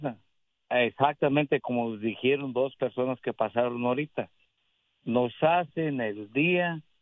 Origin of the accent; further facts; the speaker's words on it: Michoacán, Mexico; Yo soy de Michoacán.